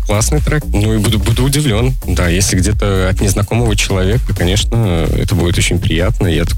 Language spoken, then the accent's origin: Russian; Novopolotsk, Vitebsk Region, Belarus; now in Polotsk, Belarus; Вообще, родом я из города Новополоцка. Сейчас проживаю в городе Полоцк, то есть по соседству. Мне 33 года